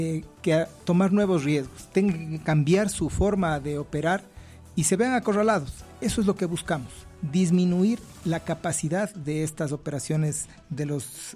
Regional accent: Ecuador

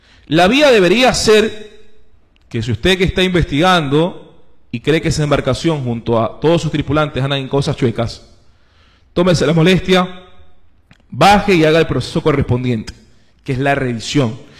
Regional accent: Manta, Manabí, Ecuador; Quienes somos originarios de Manta

